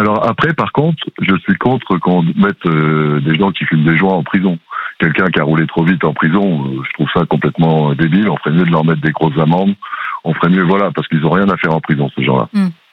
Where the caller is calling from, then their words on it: Nouvelle-Aquitaine, France; De Charente, à côté d'Angoulême.